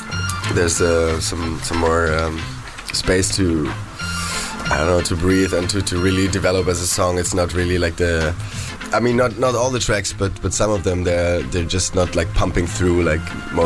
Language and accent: English; Berlin, Germany; born or raised there; English is a second language; moved away as an adult; also born or lived in The Hague